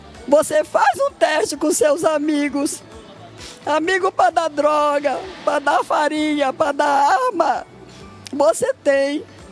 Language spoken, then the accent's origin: Portuguese; Itapevi, São Paulo, Brazil; Eu vim de Itapevi.